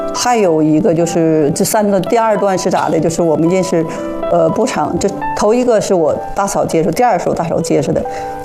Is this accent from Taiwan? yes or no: no; Northeast China, China; 我们也是我们老家，但他好像是河北的，上我们东北那边去了。